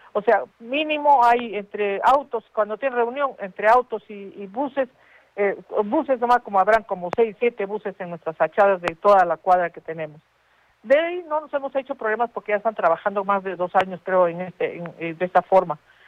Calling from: Arequipa, Peru; Yo vivo en Semirural, Pachacute.

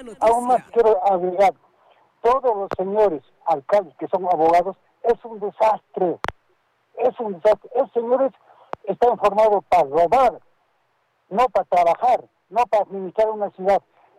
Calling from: Arequipa, Peru; Les llamo de Vallecito

